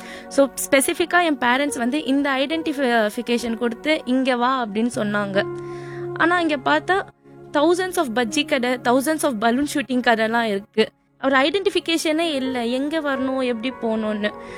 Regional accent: Chennai, Tamil Nadu, India; sir நான் சென்னை தான் sir

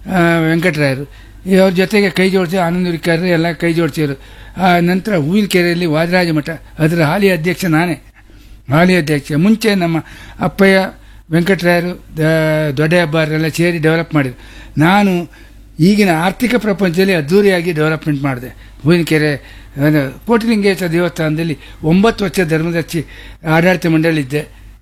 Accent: Kundapur, Karnataka, India; ಈ ನೆಲ ನಮ್ಮ ಹುಟ್ಟೂರು ಕುಂದಾಪುರ.

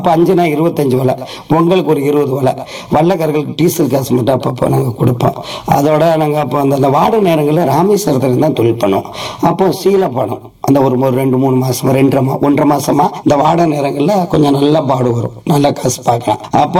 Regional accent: Pamban, Tamil Nadu, India; born there; நான் பாம்பெல்லாம் பிறந்தேன். கடை வயது 53 ஐயா.

